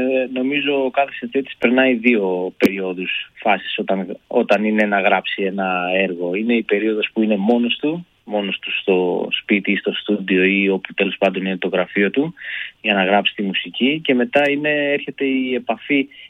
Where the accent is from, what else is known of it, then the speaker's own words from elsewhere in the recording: Kozani, Western Macedonia, Greece; moved away as an adult; also born or lived in Thessaloniki; Ούτως ή άλλως είμαι Κοζανίτης, η καταγωγή μου είναι από την Κοζάνη, ζω εδώ πέρα. Αλλά πραγματικά είμαι και μισός Θεσσαλονικιός, γιατί είμαι 23 χρόνια που ζούσα στην πόλη.